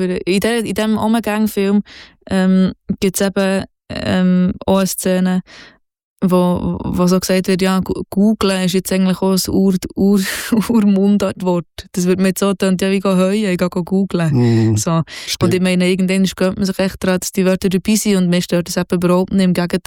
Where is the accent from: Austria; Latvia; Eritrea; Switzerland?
Switzerland; Bern; accent: Bernese German; first language Bernese German; ich rede nicht viel Hochdeutsch. Und die Sprache, die mich umgeht, ist Berndeutsch. Und zwar ist das echt meine Muttersprache in meiner Familie, in meinem Freundeskreis. Und eben auch in der Musik.